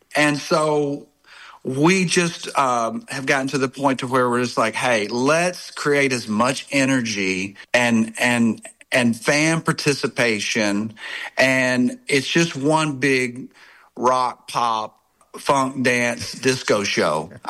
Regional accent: Hot Springs, Arkansas, United States; 18, 19, 20 years old, and I grew up in Hot Springs

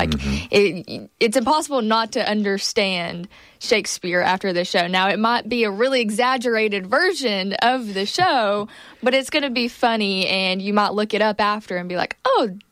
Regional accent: Sheridan, Arkansas, United States; I'm a sophomore here at A-State. I'm a theater and a marketing major, and I'm from Sheridan, Arkansas.

